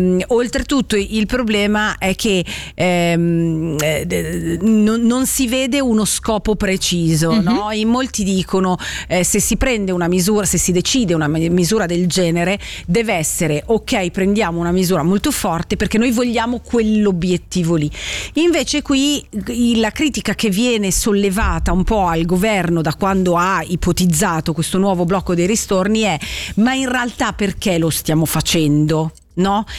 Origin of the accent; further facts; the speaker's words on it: Ticino, Switzerland; noi da ticinesi